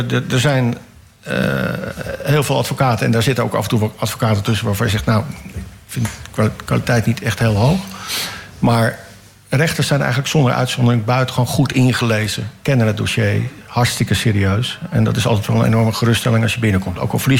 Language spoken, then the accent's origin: Dutch; Beverwijk, North Holland, Netherlands; ik kom gewoon uit Achthoog achter uit Beverwijk vandaan.